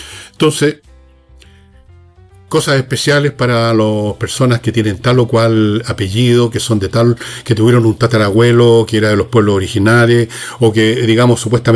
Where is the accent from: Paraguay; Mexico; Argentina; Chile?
Chile; Todos somos originarios de este país, pues todos nacimos aquí. Todos nos criamos aquí. Todos tenemos nuestro origen cultural, personal, aquí.